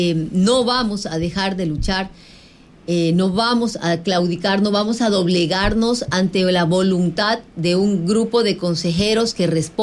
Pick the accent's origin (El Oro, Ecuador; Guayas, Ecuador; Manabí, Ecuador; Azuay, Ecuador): Manabí, Ecuador; mi pueblo manabita